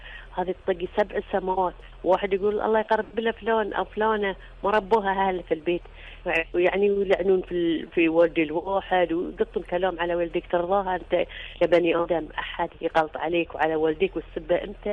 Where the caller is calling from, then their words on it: Bahrain; احنا نتصل فيكم من البحرين